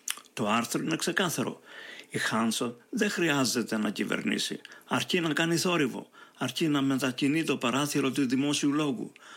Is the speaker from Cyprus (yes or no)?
no; Greece; now in Australia; Εμείς ως Έλληνες της Αυστραλίας έχουμε μια ιδιαίτερη ευθύνη γιατί ξέρουμε τι σημαίνει να είσαι μετανάστης.